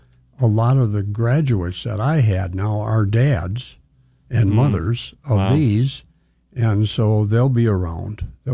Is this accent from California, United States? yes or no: no; Herman, Minnesota, United States; born or raised there